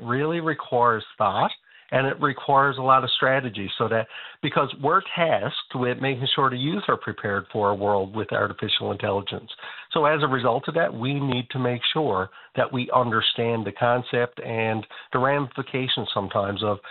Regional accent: Canada; you can't almost say Tumblr Ridge without getting emotional as a teacher or as a Canadian citizen.

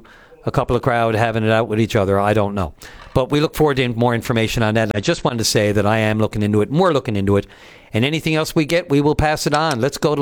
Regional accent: St. John's, Newfoundland and Labrador, Canada; born or raised there

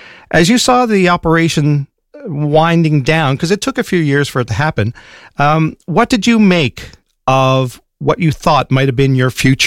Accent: Bell Island, Newfoundland and Labrador, Canada; Because I grew up on Belle Island, I went to school with your daughter. We were both born after the mine had closed, so we only really knew Belle Island as this little community

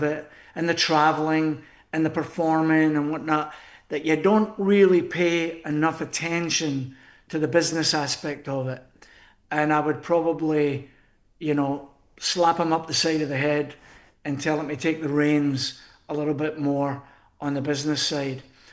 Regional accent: Scotland, United Kingdom; Yeah, so being Scottish, and I know that Sam's off the Irish, mm-hmm. His Irish background. I love coming to Newfoundland because it's got a wee touch of the old country for sure.

